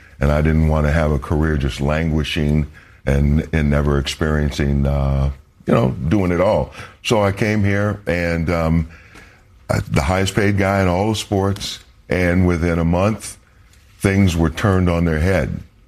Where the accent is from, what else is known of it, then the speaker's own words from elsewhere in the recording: St. Paul, Minnesota, United States; I grew up in Minnesota, in nice people. Great, you know, I had a great upbringing, St. Paul, Minnesota